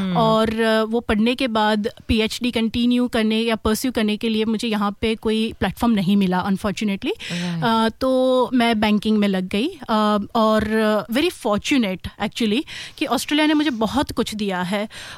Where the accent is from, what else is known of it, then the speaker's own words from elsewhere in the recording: Gujarat, India; first language Gujarati; Hindi is a second language; गुजराती क्योंकि वो मेरी मातृभाषा है.